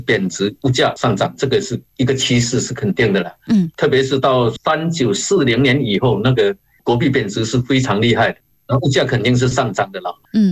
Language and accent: Chinese; Yongchun, Fujian, China; 我的家乡就是在福建闽南的永春富阳镇，是个山区的小镇，在闽南的话可以说10户有9户有侨的关系。